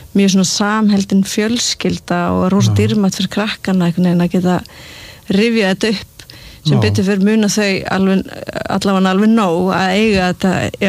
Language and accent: Icelandic; Seltjarnarnes, Capital Region, Iceland; also born or lived in Reykjavík; Já, ég ólst upp á Seltjarnarnesi þar til ég var 12 ára og svo flutti í Vesturbæinn.